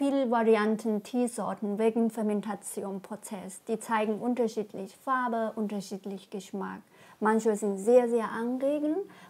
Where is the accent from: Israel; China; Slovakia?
China; Yunnan; German is a second language; moved away as an adult; now in Germany; Ich bin sozusagen in Teeplantage groß geworden